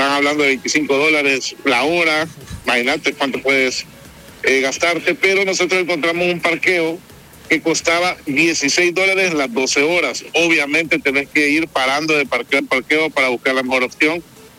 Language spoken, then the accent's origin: Spanish; El Salvador